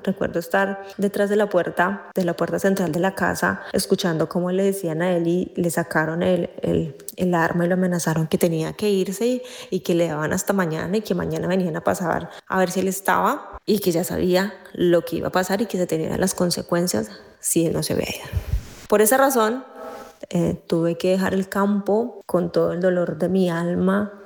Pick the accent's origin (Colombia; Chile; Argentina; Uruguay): Colombia; moved away as an adult; now in Bremen, Germany; Mi infancia en Colombia, hermosa. Yo recuerdo cuando mi papá nos llevó para el campo, eso fue más o menos en el año 2000